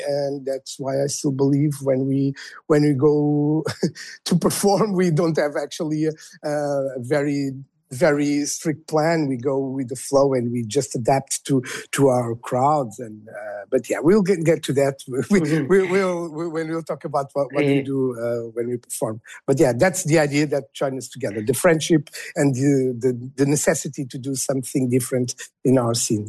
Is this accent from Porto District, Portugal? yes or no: no; Lisbon, Portugal; also born or lived in Alentejo; I'm from Alentejo, but we both live in Lisbon for many years. I always lived all my life in Lisbon, actually